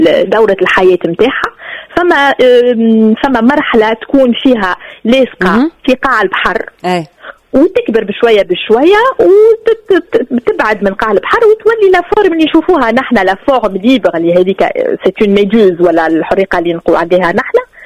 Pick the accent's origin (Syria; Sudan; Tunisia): Tunisia; accent: Tunisian; بلهجتنا التونسية